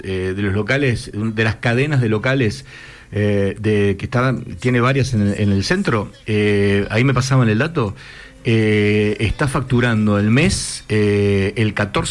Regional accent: Argentina

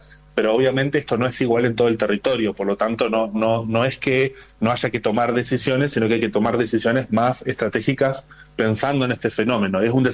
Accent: Santa Fe, Argentina; yo soy de Santa Fe, por ejemplo, en la ciudad de Santa Fe

